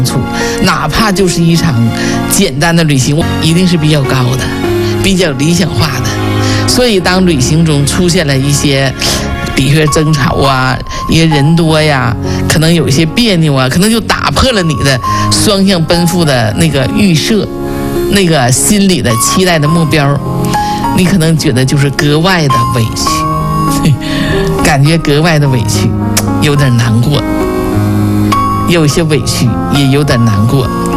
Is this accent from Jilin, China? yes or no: no; Jinzhou, Liaoning, China; 我们锦州是笔架山，